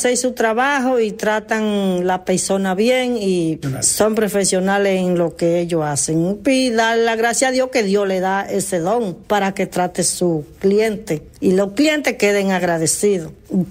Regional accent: Santo Domingo, Dominican Republic; born there; moved away; De Santo Domingo, de República Dominicana.

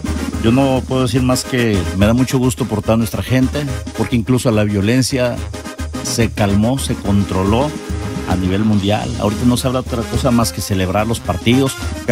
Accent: Mexico; Esos son los mexicanos, esos somos los mexicanos.

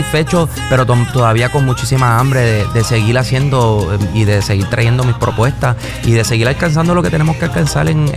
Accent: Philadelphia, Pennsylvania, United States; born there; yo soy de Filadelfia, nacido en Filadelfia. Mis padres son puertorriqueños

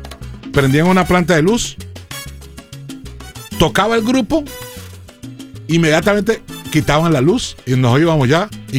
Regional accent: Colombia; moved away as an adult; Cuando me preguntan a mí como colombiano, que llevo aquí 29 años, descríbeme un poco a Colombia.

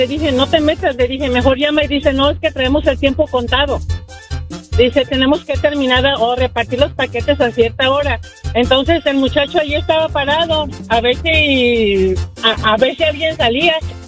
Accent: Chihuahua, Mexico; now in Long Beach, United States; Yo soy de Chihuahua y vivo en Long Beach.

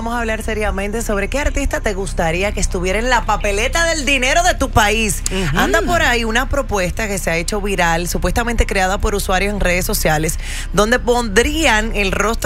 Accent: Dominican Republic; Por lo menos en mi país, ahí están los símbolos patrios, están los próceres de la de nuestra independencia, que obviamente fueron quienes nos dieron esa posición de República Dominicana.

